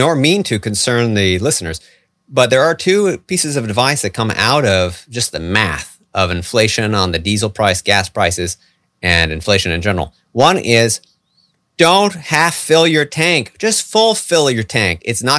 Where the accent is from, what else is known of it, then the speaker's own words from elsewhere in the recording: United States; We are Americans.